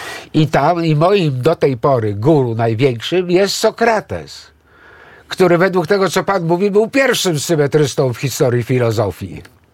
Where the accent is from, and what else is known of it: Warsaw, Masovian Voivodeship, Poland; born there